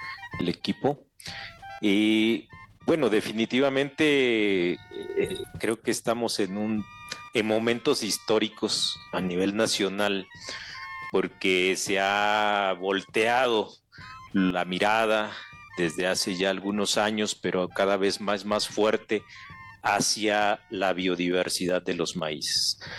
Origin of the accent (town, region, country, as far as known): Mexico